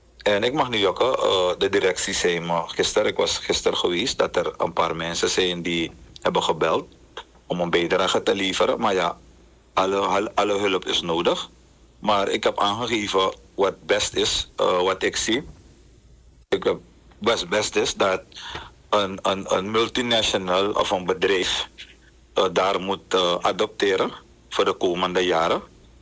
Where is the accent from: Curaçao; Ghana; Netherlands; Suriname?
Suriname; En als Surinamer, als persoon, heb ik geen andere keus om me in te zetten.